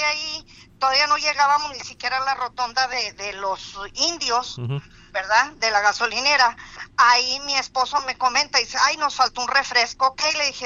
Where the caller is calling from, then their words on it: Palau, Coahuila, Mexico; vivo en Palau, Coahuila